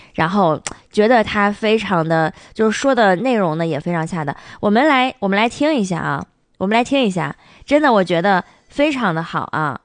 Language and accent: Chinese; Harbin, Heilongjiang, China; 你说咱们哈尔滨人说话，我觉得就普通话挺标准哈